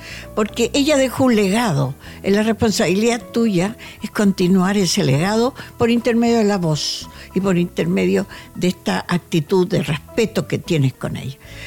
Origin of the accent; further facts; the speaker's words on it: Chile; Pero así somos los chilenos, tú sabes.